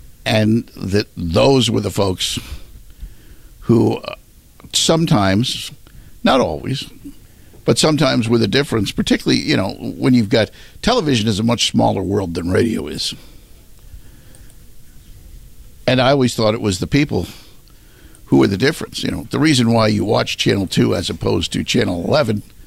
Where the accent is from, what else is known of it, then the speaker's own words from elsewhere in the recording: Baltimore, Maryland, United States; I grew up in and around Baltimore, which meant I watched Baltimore TV.